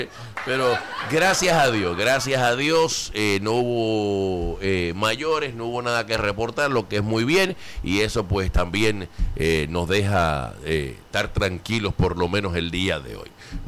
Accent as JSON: {"language": "Spanish", "country": "Puerto Rico", "said": "es porque somos boricua"}